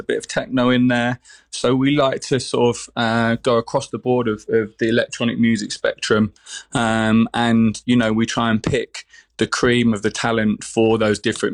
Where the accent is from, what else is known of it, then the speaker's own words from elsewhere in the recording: Leicester, East Midlands, United Kingdom; I grew up in Leicester, so it was just down the road from where we lived in Castle Donington.